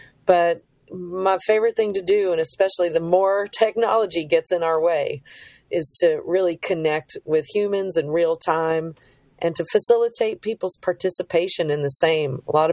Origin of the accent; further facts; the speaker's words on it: East Coast, United States; now in West Coast, United States; growing up on the East Coast and living on the West Coast